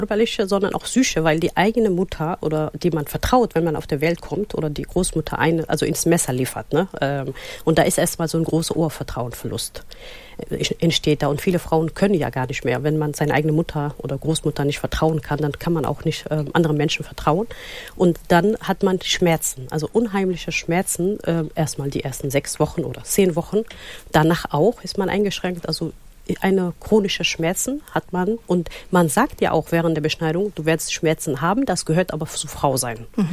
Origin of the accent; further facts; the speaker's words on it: Somalia; sondern ich war mit 20 in meinem Heimatland, habe meine Großeltern besucht.